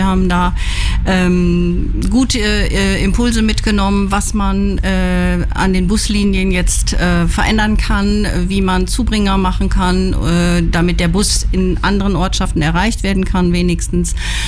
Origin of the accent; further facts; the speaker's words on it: Bramsche, Lower Saxony, Germany; Also ich bin in Üffeln groß geworden